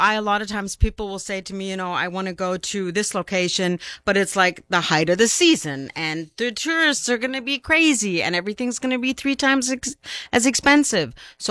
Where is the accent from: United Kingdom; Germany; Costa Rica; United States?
Germany; So Germany, I'm going to plug just because I'm from Germany.